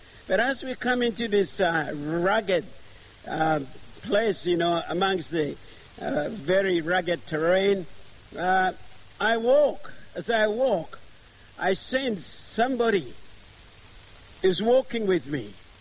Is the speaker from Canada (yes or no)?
no; Solomon Islands; moved away as an adult; from Solomon Islands. I've been a missionary here for 37 years.